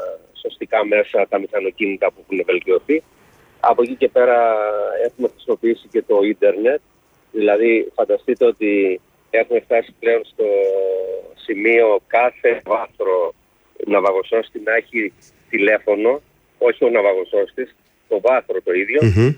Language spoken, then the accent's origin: Greek; Rethymno, Crete, Greece; Βέβαια. Νησί, η Κρήτη, όπως είσαι.